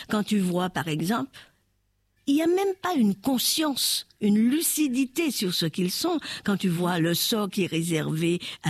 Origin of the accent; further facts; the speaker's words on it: French Antilles, France; mais chez moi aux Antilles, l'alcool se cache.